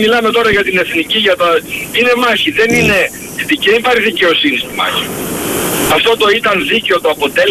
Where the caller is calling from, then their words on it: Lavrio, Attica, Greece; από Λαύριο.